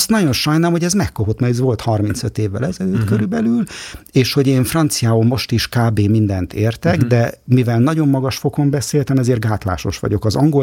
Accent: Budapest, Hungary; egy szobakonyhában nőttem fel gyakorlatilag, fürdőszoba nélkül, WC a gangom, tehát ilyen terézvárosi klasszikus bérlakás

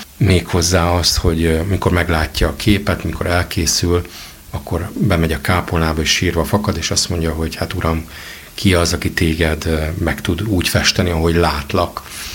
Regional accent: Oradea, Bihor, Romania; now in Vilnius, Lithuania; nekünk magyaroknak aztán végkép, illetve egy nagyváradi származású vagyok

